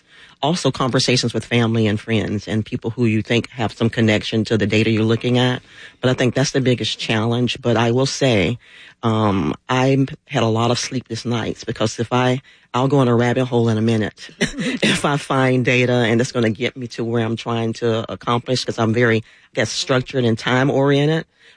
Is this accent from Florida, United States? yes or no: yes; Palatka, Florida, United States; And then to discover that they were actually buried there, and I grew up in Palatka.